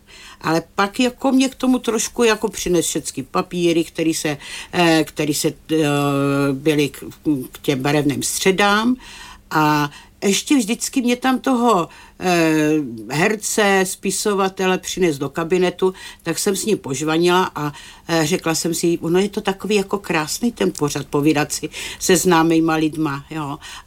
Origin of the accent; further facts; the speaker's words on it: Turnov, Liberec Region, Czechia; který pro Turnov, protože pocházíme z Turnova, za Totáče vymyslel takový pořad